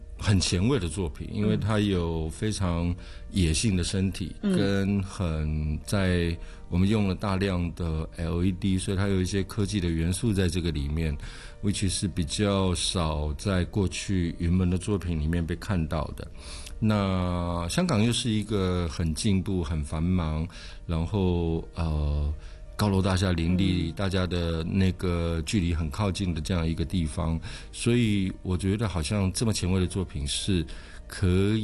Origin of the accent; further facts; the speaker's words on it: Taipei, Taiwan; 我在那个蒙甲那个地方长大